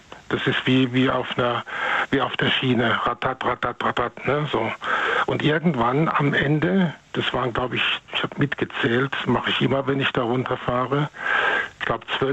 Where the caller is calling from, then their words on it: North Rhine-Westphalia, Germany; aus dem Rhein-Sieg-Kreis.